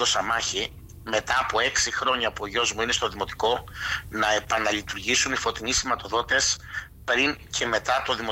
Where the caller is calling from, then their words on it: Zakynthos, Ionian Islands, Greece; Νοσούμε σαν Ζακυνθινή κοινωνία.